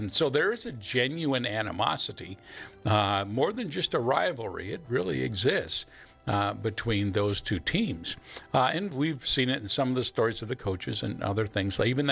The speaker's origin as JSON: {"language": "English", "region": "Wisconsin", "country": "United States", "tie": "born or raised there", "said": "Folks who know me at all know I was born and raised in Wisconsin."}